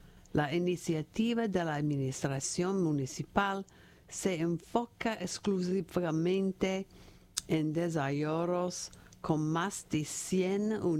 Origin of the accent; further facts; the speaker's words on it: Peru; now in Massachusetts, United States; Como inmigrante peruano nacionalizado norteamericano, me siento más conectado con el país que me abrió las puertas a la superación